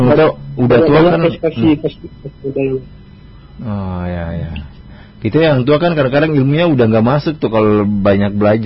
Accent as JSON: {"language": "Indonesian", "town": "Ambon", "region": "Maluku", "country": "Indonesia", "said": "kalau kita orang Ambon yang menuntut ilmu di sumber kejauhan itu."}